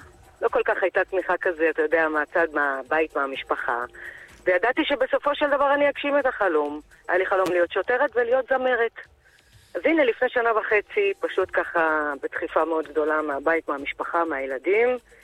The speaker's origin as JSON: {"language": "Hebrew", "town": "Rishon LeZion", "region": "Central District", "country": "Israel", "said": "קודם כל, אני מראשון לציון ומשרתת בירושלים."}